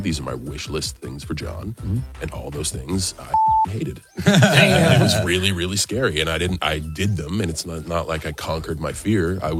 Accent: Moncks Corner, South Carolina, United States; also born or lived in Charleston / Columbia; Yeah, born in Charleston, raised in Monk's Corner, but I lived in Columbia.

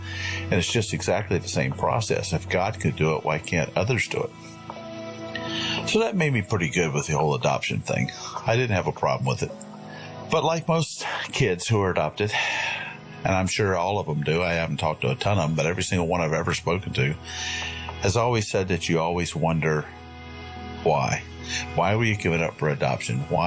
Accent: Concord, North Carolina, United States; born or raised there

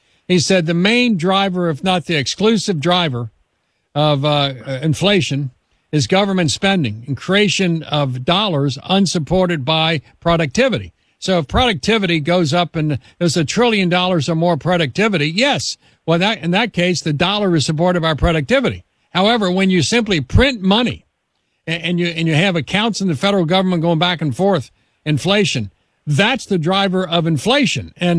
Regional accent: Kentucky, United States; From my home state of Kentucky

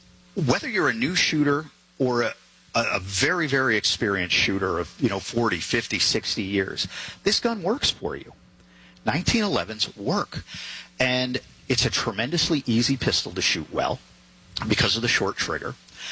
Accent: Connecticut, United States; moved away as an adult; now in Arizona, United States; I grew up in Connecticut, but I went to Gunsight shortly after I moved out here to Arizona in 2003.

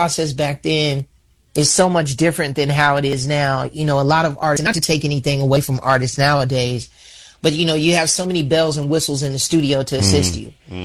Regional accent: Chicago, Illinois, United States; moved away; my hometown, the city of Chicago

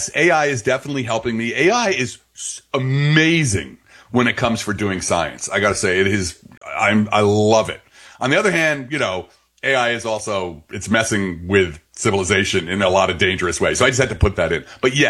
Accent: Belleville, New Jersey, United States; I'm from Jersey. I'm from like the Newark area. I'm up from Belleville.

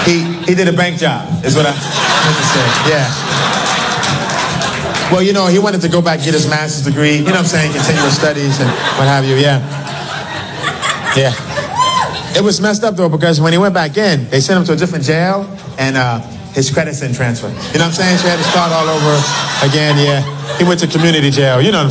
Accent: Brooklyn, New York, United States; Like, I'm from Brooklyn. L.A. is way tougher than Brooklyn, you know?

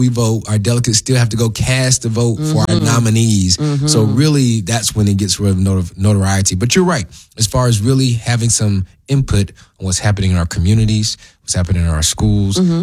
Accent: Memphis, Tennessee, United States; born there; I was born in Memphis.

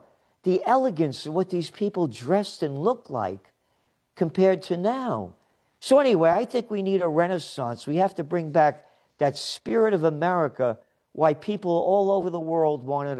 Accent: New York City, New York, United States; now in Kingston, United States; You know, it's not the New York I grew up in the Bronx. It's a whole different trip.

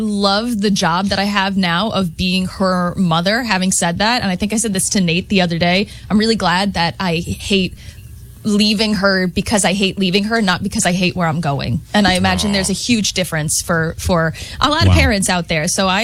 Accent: New Jersey, United States; That's possible, baby. We're from Jersey.

